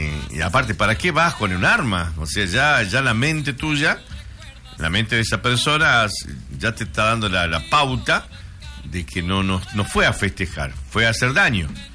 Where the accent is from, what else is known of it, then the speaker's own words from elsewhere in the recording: Campo Santo, Salta, Argentina; mi pueblo, de Camposanto